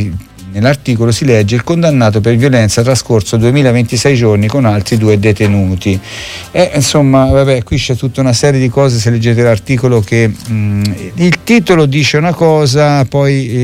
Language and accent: Italian; Arezzo, Tuscany, Italy; noi siamo toscani, è vero, siamo aretini, ma siamo sempre toscani